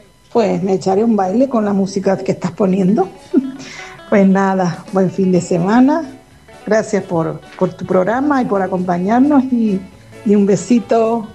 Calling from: Canary Islands, Spain; de Raguillo.

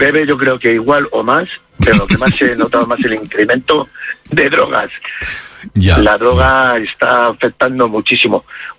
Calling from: Alcorcón, Community of Madrid, Spain; yo vivo en Alcorcón.

